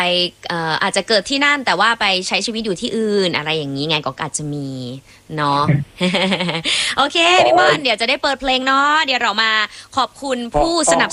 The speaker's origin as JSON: {"language": "Thai", "region": "Chiang Mai", "country": "Thailand", "said": "เชียงใหม่ค่ะ"}